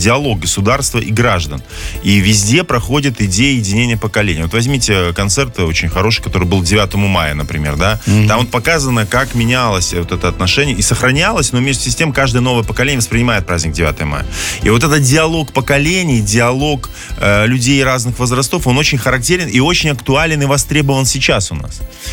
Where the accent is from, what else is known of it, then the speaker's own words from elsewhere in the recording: Belarus; мы, белорусы, тогда первый раз голосовал, мы, белорусы, утвердили этот праздник.